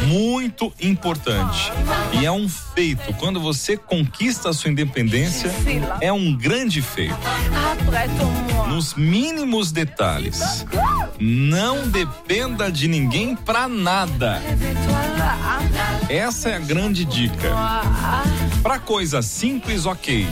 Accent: Brazil; a nossa memória como brasileiros

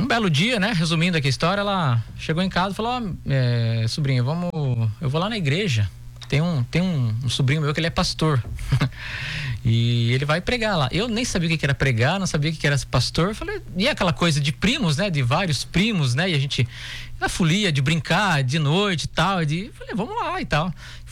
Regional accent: Registro, São Paulo, Brazil; moved away as an adult; also born or lived in Sorocaba, São Paulo; now in Lages, Brazil; sou paulista, né? Sou natural de Sorocaba. Né? É meio complicado. Eu moro em Lages, sou natural de Sorocaba, São Paulo, mas eu fui criado numa cidade que chama-se Registro.

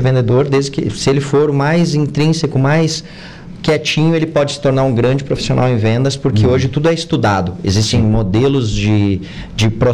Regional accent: Uruguaiana, Rio Grande do Sul, Brazil; moved away; also born or lived in Paraná; Comecei no Paraná, sou gaúcho também, de Uruguaiana.

